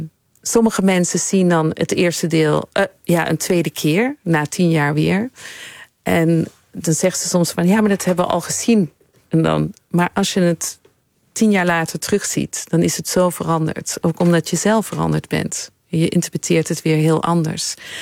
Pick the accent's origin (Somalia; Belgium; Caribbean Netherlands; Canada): Belgium; Linkebeek, Flanders; moved away as an adult; also born or lived in Bakkum, Castricum, Netherlands; En ik heb eigenlijk tot mijn 18e in België gewoond. Dus ben daar echt opgegroeid.